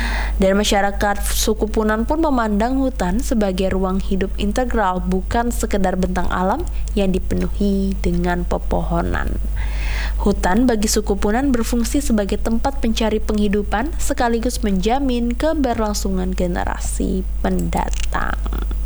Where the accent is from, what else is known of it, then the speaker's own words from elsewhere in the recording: Banten, Indonesia; Kalau di daerah saya kan kecilnya di Banten ya.